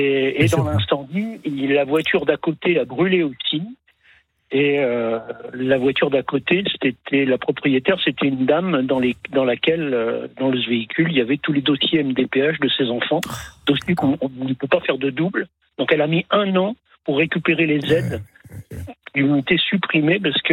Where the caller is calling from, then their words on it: Nantes, Pays de la Loire, France; Je vous appelle de Nantes.